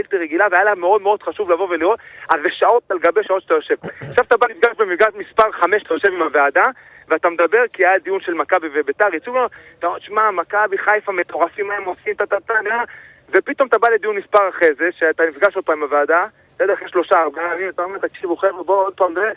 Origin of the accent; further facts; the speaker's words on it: Jerusalem, Jerusalem District, Israel; גדלתי בירושלים